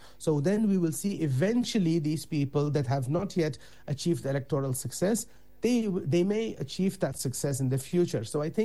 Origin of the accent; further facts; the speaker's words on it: Netherlands; moved away as an adult; now in Ireland; I grew up in the Netherlands, so I came here in 2023, and I'd lived before that my life in the Netherlands, and I grew up there as a kid.